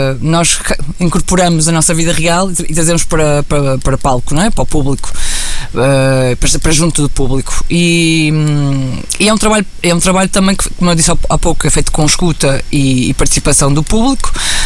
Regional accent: Vila Nova de Gaia, Norte, Portugal; Eu sou de Gaia, portanto sou da margem sul e gosto de dizer isto com muito orgulho, porque sou mesmo da margem sul da região do Porto

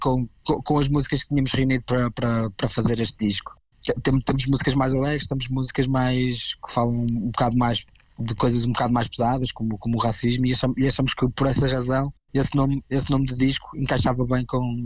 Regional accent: Portugal; Eu e o Marco somos portugueses, não é?

